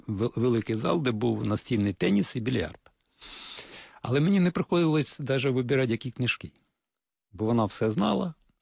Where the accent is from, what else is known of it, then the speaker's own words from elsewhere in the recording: Hrebinky, Kyiv Oblast, Ukraine; born there; Народився під Києвом в Рябінках.